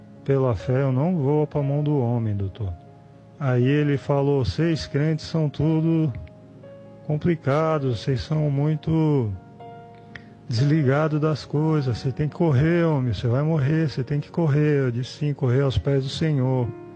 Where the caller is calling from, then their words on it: Penha, Santa Catarina, Brazil; sou aqui da cidade de Penha, Santa Catarina.